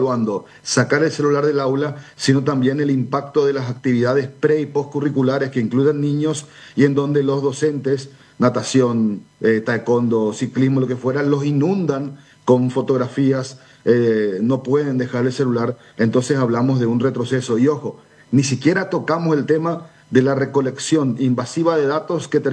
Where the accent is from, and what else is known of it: Paraguay